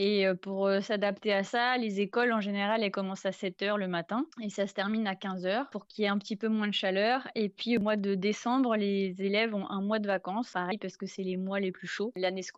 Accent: French Polynesia; also born or lived in Angers, France; je suis née à Angers, dans le Maine-et-Loire, dans l'Hexagone, et je suis arrivée jeune avec mes parents à Tahiti. Donc, je suis allée à l'école et après mon bac, je suis partie faire mes études dans l'Hexagone, mes études de journalisme, et juste après mes études, je suis revenue à Tahiti.

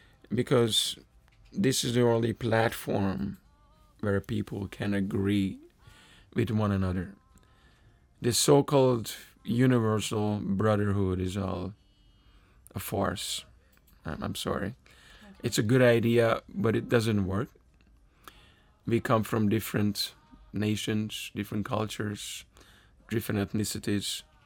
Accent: Hungary; For example, I'm from Hungary. I became a devotee in New York.

